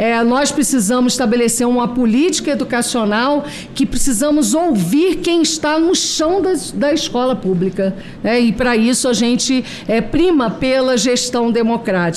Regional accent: Campos dos Goytacazes, Rio de Janeiro, Brazil; E nem chuvisco, porque eu sou de Campos, Goitacazes.

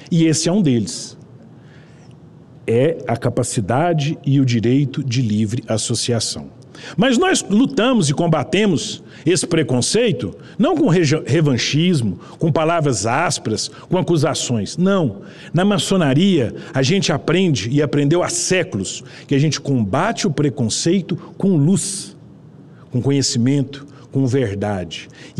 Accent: Araxá, Minas Gerais, Brazil; born there; moved away; Eu precisei migrar de uma cidade para outra, nasci em Araxá, e fui morar em Paracatu.

